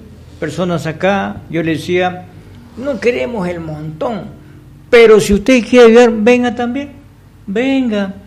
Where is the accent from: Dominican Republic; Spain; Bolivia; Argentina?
Bolivia; Trinidad, Beni; Esos somos los trinitarios, esos somos los venianos, esos somos los bolivianos.